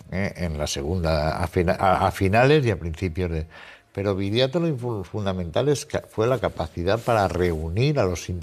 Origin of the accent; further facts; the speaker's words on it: Valencian Community, Spain; moved away; Yo vengo de una tierra bilingüe, donde hablar en valenciano, que es un dialecto de la rama catalana